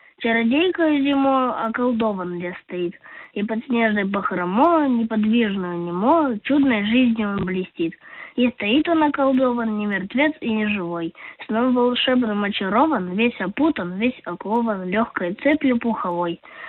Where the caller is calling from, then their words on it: Vladivostok, Primorsky Krai, Russia; Из Владивостока.